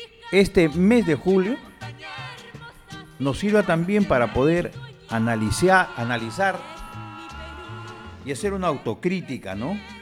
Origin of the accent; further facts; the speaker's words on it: Peru; Somos peruanos